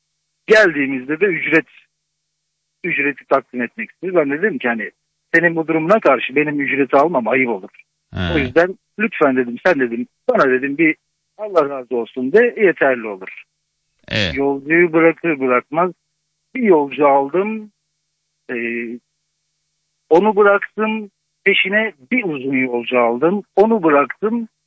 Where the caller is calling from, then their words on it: Istanbul, Turkey; İstanbul'dan, Ataşehir'den arıyorum ben.